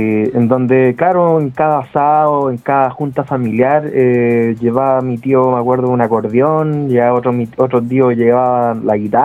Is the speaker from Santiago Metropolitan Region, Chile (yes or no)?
yes; Paine, Santiago Metropolitan Region, Chile; Yo soy de la comuna de Paine.